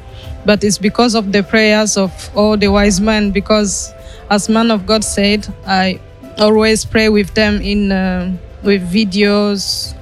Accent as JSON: {"language": "English", "country": "France", "said": "I'm coming from France."}